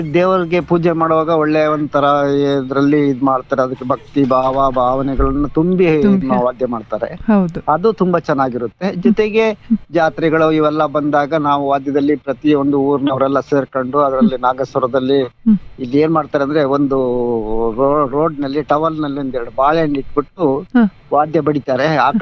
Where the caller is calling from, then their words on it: Hassan district, Karnataka, India; ಈಗ ನಮ್ಮ ಹಾಸನ ಜಿಲ್ಲೆಯಲ್ಲಿ ನಾವು ಬೇರೆ